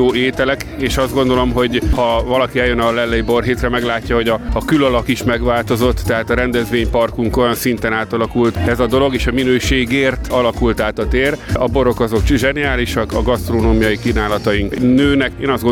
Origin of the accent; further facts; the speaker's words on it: Eastern Hungary, Hungary; now in Balatonlelle, Hungary; én Kelet-Magyarországról származom